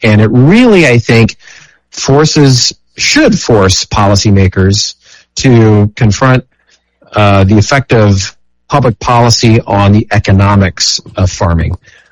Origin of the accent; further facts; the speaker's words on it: United States; just as a person, as an American, as a husband and a father